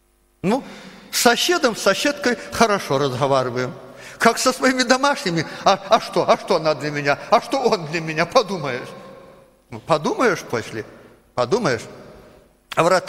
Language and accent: Russian; Belarus; Но я белорус на сегодняшний день. Говорят, литвины, говорят, это славяне. А кто его знает, кто есть? Я не знаю своей родословной. Может, я как-то помесь какая-то, еврея еще